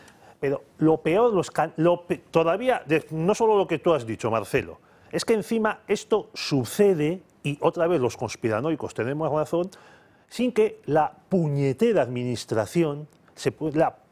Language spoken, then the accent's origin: Spanish; Bilbao, Basque Country, Spain; vengo de Bilbao